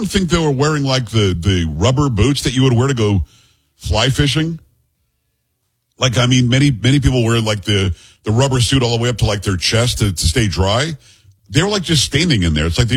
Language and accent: English; Florida, United States; See, I grew up in South Florida where we deep sea fish.